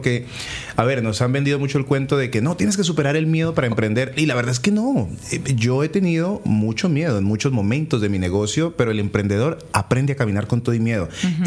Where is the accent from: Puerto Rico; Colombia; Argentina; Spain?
Colombia; Cali, Valle del Cauca; also born or lived in Mexico